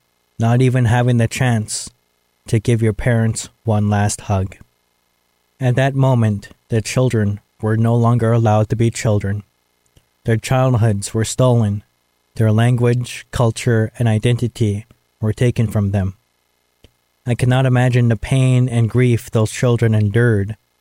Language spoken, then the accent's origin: English; British Columbia, Canada; I am from the Haiza Nation and also from the Kidisu Hehe's Nation.